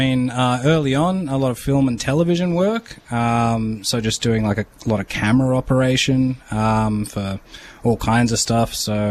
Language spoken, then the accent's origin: English; Armidale, New South Wales, Australia; moved away as an adult; now in Tennant Creek, Australia; I grew up in Armidale, New South Wales, which is like northern New South Wales. Apparently the highest city in Australia.